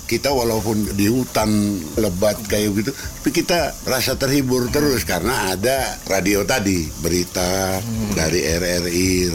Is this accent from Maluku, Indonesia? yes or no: yes; Ambon, Maluku, Indonesia; moved away as an adult; now in Bogor, Indonesia; berasal dari Ambon, hanya kediaman di Bogor sudah 50 tahun.